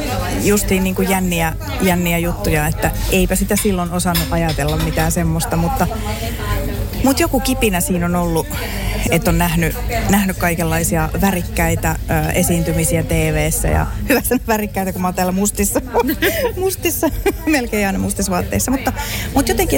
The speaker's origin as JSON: {"language": "Finnish", "town": "Harjavalta", "region": "Satakunta", "country": "Finland", "tie": "born or raised there", "moved": "yes", "lives_now": "Helsinki, Finland", "said": "Mä oon kotoisin Harjavallasta, eli Satakunnasta sieltä Porin läheltä. Vajaa 30 kilsaa Poriin matkaa. Yleensä kaikki tietää Porin, kukaan ei tiedä missä on Harjavalta. Tai jotkut tietää. Mutta sieltä pienestä tehdaskaupungista kotoisin."}